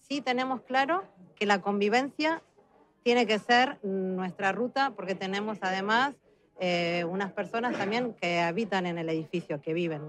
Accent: Argentina; now in Bilbao, Spain; Mi apellido es italiano porque mis abuelos eran italianos, pero yo soy argentina, nací en Argentina. Y hace 26 años que vivo en Bilbao.

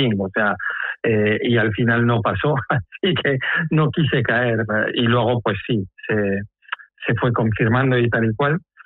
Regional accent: Bilbao, Basque Country, Spain; Somos de Bilbao

